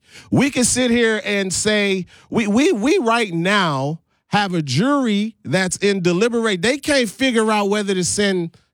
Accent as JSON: {"language": "English", "country": "U.S. Virgin Islands", "tie": "born there", "said": "I was born in the United States Virgin Islands because my mother, who was an immigrant, came to the country."}